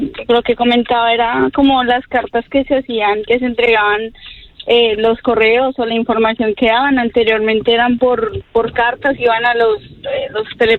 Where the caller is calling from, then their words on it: Colombia; Soy de Colombia